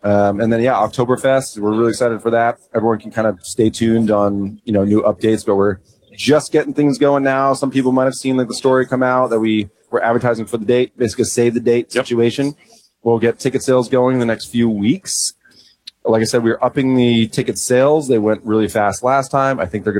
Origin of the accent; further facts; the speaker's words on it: Massachusetts, United States; For us, it was so in the Northeast. I grew up in Massachusetts.